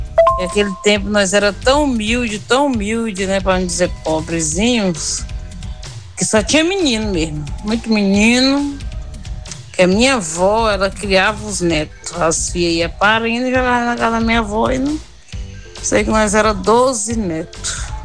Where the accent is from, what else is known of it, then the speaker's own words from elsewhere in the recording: Brazil; Eu fui criada aqui na Vila Nova, moço.